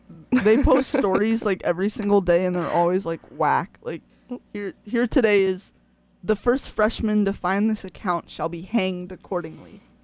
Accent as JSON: {"language": "English", "town": "Davis", "region": "California", "country": "United States", "tie": "born or raised there", "said": "growing up in Davis"}